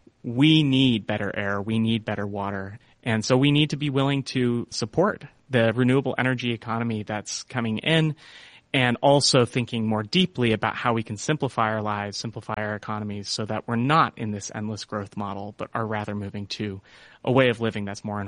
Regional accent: California, United States; We have the California Air Resources Board back in my home state

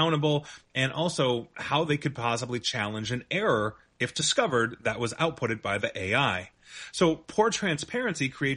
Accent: Canada; and for the record, I am Canadian-American, so I have vested interest in this.

